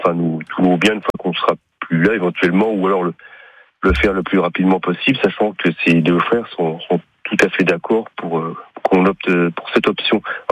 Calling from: Charmes-la-Côte, Grand Est, France; Bonjour, je suis de Charmes-la-Côte, dans le Toulois.

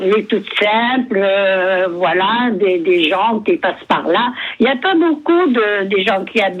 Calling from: Avignon, Provence-Alpes-Côte d'Azur, France; Moi, à Avignon, j'habite il y a longtemps. Je suis d'Avignon. Et la rue Rateau, moi, je ne suis pas rue des Teinturiers, mais on fait partie de la rue des Teinturiers.

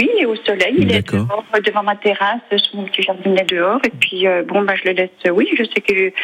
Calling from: Bourgogne-Franche-Comté, France; j'appelle de Tarléau.

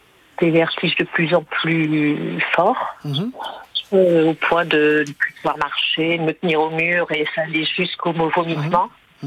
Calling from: Tours, Centre-Val de Loire, France; À côté de Tours, je suis de Tours.

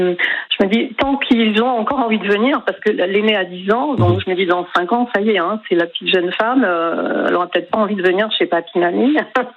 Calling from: Nouvelle-Aquitaine, France; Moi, je suis au Pion Médoc, donc c'est la campagne.

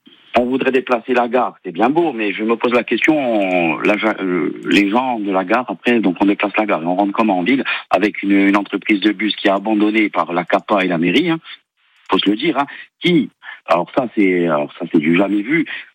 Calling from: Ajaccio, Corsica, France; Moi, j'habite à Pietralbe

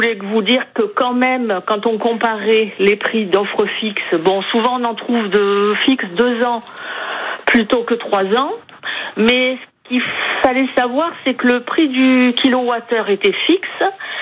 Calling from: Aix-en-Provence, Provence-Alpes-Côte d'Azur, France; Oui, je suis à Aix.

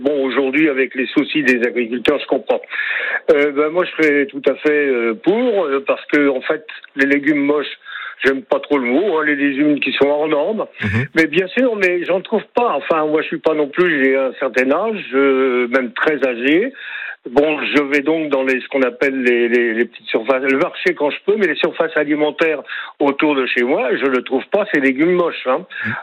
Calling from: Rennes, Brittany, France; j'appelle de Rennes. Oui, j'appelle de Rennes. D'un quartier rennais.

